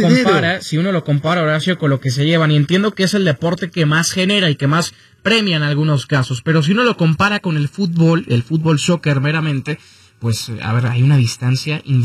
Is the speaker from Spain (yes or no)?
no; Mexico; acá hablándote como mexicano